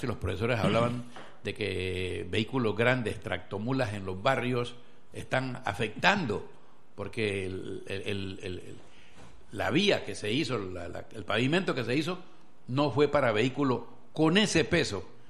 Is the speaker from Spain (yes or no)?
no; Colombia; also born or lived in Ecuador; yo, no siendo ecuatoriano, siendo colombiano